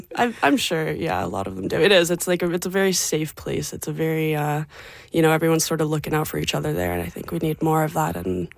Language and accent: English; Salt Spring Island, British Columbia, Canada; I am very, very lucky to have grown up there.